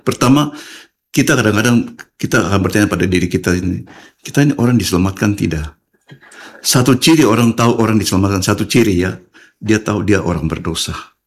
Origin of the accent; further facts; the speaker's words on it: Manokwari, West Papua, Indonesia; also born or lived in Sorong; Saya lahir di Sorong dan saya kecil Manokwari. Dan pasti orang GKI atau orang Papua tahu tentang